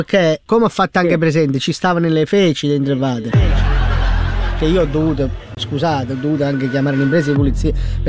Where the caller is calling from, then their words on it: Naples, Campania, Italy; noi napoletani